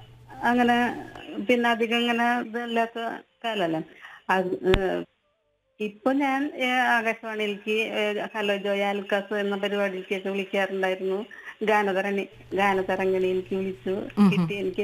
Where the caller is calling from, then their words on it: Irinjalakuda, Kerala, India; ഇരിങ്ങാലക്കുടയിൽ.